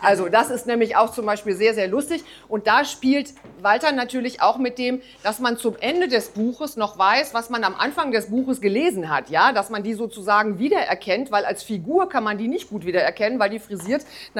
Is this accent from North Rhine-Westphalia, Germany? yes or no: yes; North Rhine-Westphalia, Germany; ich bin gebürtig aus dem Sauerland, das ist so eine Waldgegend in Nordrhein-Westfalen